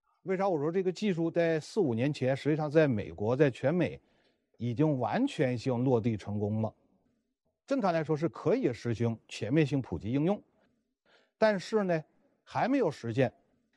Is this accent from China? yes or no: yes; China; 本身我作为华人，作为国人，咱们国家现在糖尿病这个患者2.3亿多